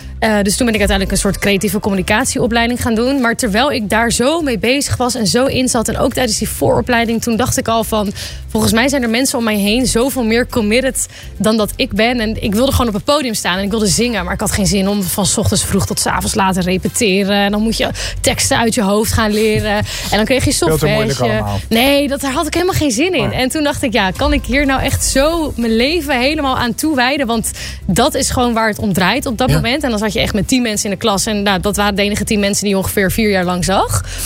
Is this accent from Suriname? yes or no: no; Hoorn, North Holland, Netherlands; born there; now in Amsterdam, Netherlands; Ik ben geboren in Horen.